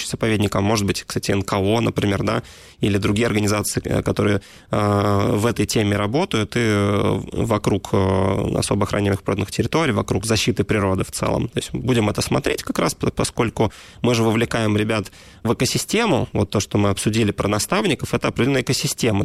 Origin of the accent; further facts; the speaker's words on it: Saint Petersburg, Russia; Я родился в Петербурге и вырос в Санкт-Петербурге